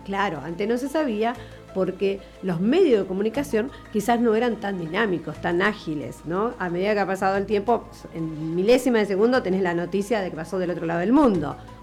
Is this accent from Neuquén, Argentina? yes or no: no; General Villegas, Buenos Aires Province, Argentina; Yo estaba en mi pueblo, en mi ciudad ahora, General Villegas